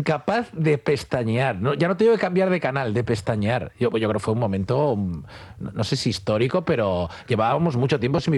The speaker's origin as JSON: {"language": "Spanish", "town": "Vigo", "region": "Galicia", "country": "Spain", "said": "de Vigo y soy del Celta."}